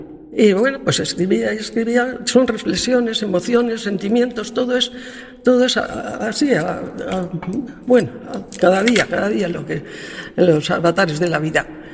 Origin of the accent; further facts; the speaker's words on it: El Barco de Ávila, Castile and León, Spain; Soy de Barco de Ávila. Además que raramente aparece con el nombre del Tormes. ¿Por qué? Pues porque para nosotros, yo creo que todos los barcenses, ay, no hay otro río, el río, vamos al río, es nuestro río.